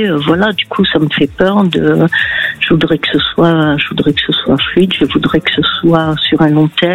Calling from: Occitanie, France; Du département du Gard.

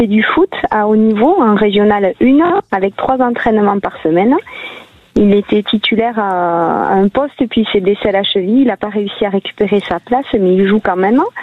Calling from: Occitanie, France

